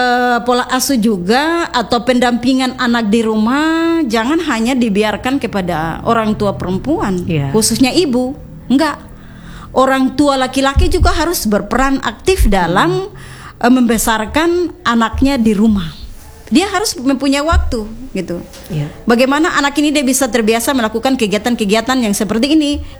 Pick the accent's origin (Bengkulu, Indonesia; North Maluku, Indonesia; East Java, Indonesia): North Maluku, Indonesia; Kan budaya kita ya, orang Maluku Utara